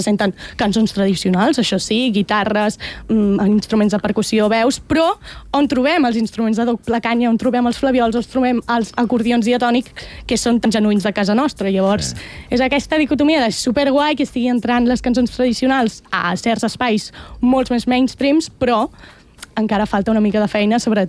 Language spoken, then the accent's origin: Catalan; L'Hospitalet de Llobregat, Catalonia, Spain; now in El Prat de Llobregat, Spain; jo també he crescut a l'Hospitalet, però ara visc al Prat.